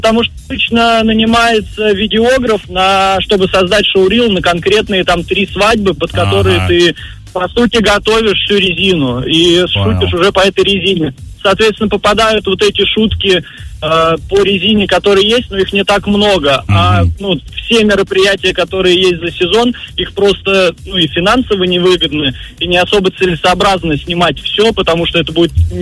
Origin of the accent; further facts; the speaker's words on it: Moscow, Russia; я из Москвы.